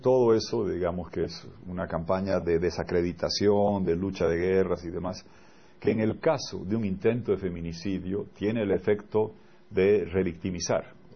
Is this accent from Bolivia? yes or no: yes; Bolivia; me parece triste como boliviano